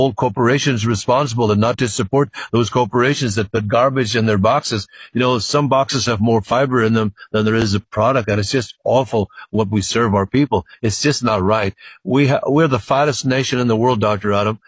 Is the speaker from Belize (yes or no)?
no; Ireland; now in United States; People talk a good talk out here in California, because I come from Ireland.